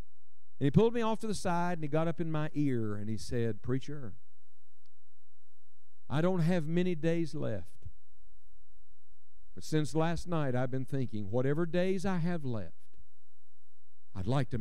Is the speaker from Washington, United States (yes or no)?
no; West Virginia, United States; he said, I understand you're from West Virginia. And I smiled and I said, I am.